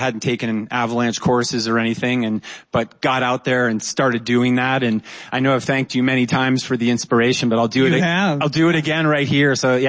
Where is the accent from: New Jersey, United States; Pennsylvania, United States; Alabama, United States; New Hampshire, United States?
New Hampshire, United States; moved away as an adult; So I grew up in New Hampshire, and I was a ski racer, and I got to come out to the University of Colorado to ski race at CU. I arrived in Boulder in 1989